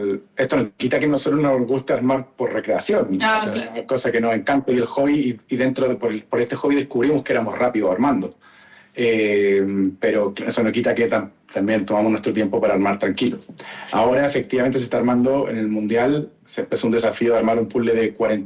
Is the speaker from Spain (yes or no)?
no; Chile; En esta oportunidad somos 4 chilenos, los tres que estamos presentes aquí